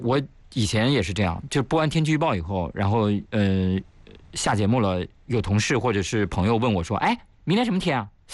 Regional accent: China; 我们东方人，就是我们中国人，并不是长得那样。我们大多数人都是珠圆玉润，是吧？

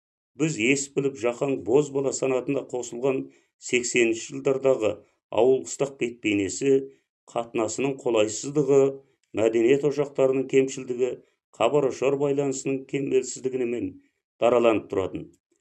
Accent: Künes County, Xinjiang, China; Мен Іле облысы Күнес ауданы Кеңсу қалашығы Кеңсу қыстағында тұратын

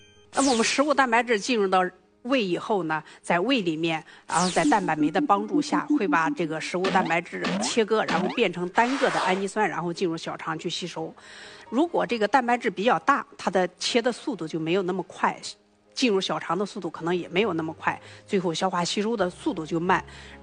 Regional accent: China; 尤其是我们中国人豆制品非常丰富

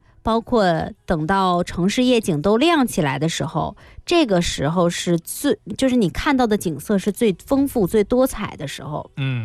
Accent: Guangzhou, Guangdong, China; 来到我们广州必打卡，但是我们广州人本地人绝对不去的一个地方。

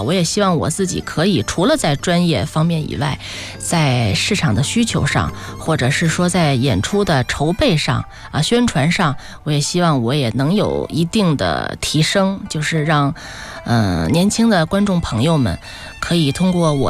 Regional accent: Chengde, Hebei, China; 因为我老家河北承德

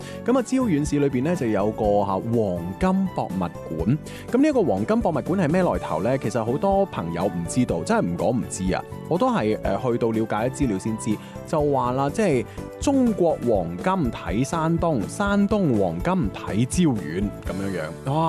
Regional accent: Guangdong, China; 它更加有少少像我們廣東人平時吃的那些碗仔翅呢、

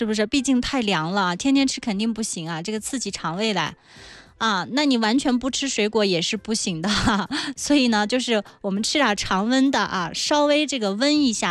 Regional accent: Qinghai, China; 咱们青海人叫什么软梨是吧

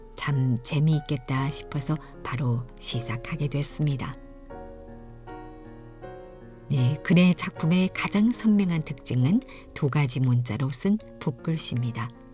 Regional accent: China; 네, 저는 중국 조선족이라고 답합니다. 우리는 중국 조선족이고 한어와 조선어를 함께 배운 세대예요.

